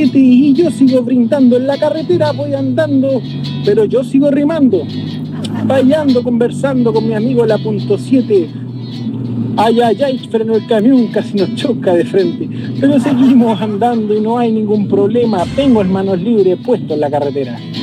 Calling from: Lota, Biobío, Chile; de mi tierra amada, lotino de corazón donde arde el carbón.

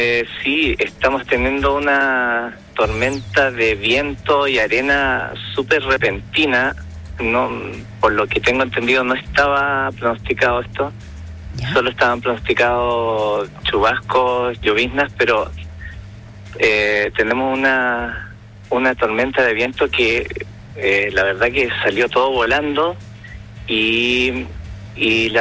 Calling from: Iquique, Tarapacá, Chile

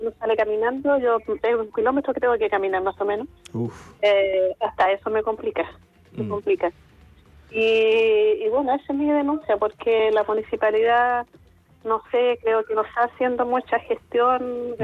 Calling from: O'Higgins, Chile; yo vivo cerca del río Tinguiririca.

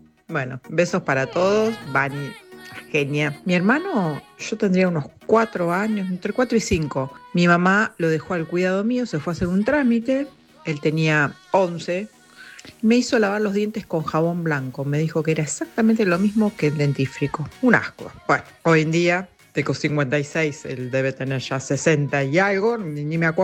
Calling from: Colegiales, Buenos Aires, Argentina; de Colegiales, un beso grande.

